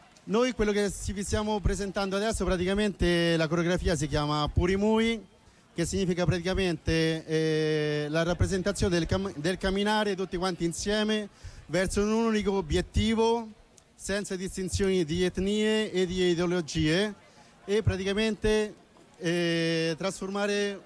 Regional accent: Ecuador; now in Rome, Italy; siamo dell'Ecuador, sono 13 anni che noi praticamente veniamo qua

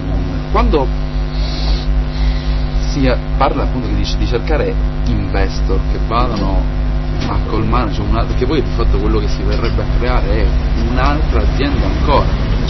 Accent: Sicily, Italy

